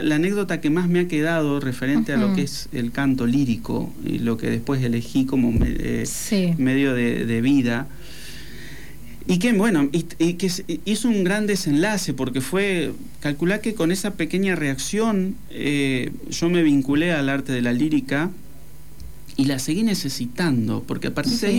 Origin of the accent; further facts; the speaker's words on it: La Pampa, Argentina; yo soy de La Pampa, soy pampeano. Yo vivía en el campo.